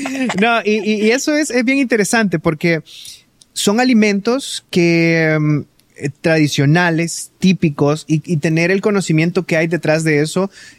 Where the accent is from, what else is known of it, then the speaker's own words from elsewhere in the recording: El Salvador; tradiciones que nosotros tenemos como salvadoreños